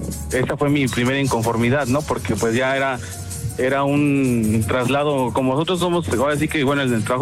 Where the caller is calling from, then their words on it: Mexico City, Mexico; Acá de Ciudad de México.